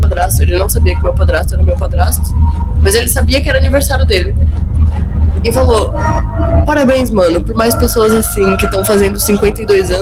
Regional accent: Brazil; now in Portugal; Eu sou brasileiro. No Brasil a gente só fala você. Eu não sei nem conjugar.

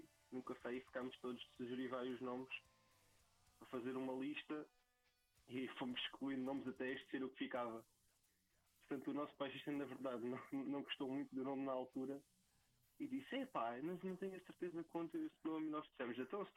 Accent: Portalegre, Alentejo, Portugal; now in Évora, Portugal; nós somos de Évora, mas eu sou de Porto Alegre, apesar de viver já cá em Évora há 10 anos.

